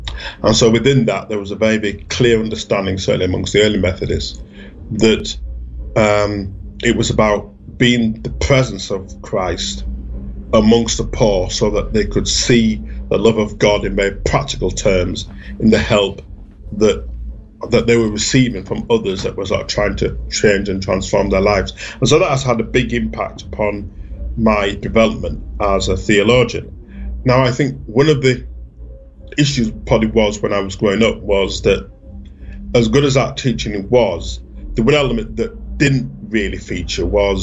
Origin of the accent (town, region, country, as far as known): Bradford, Yorkshire and the Humber, United Kingdom; born or raised there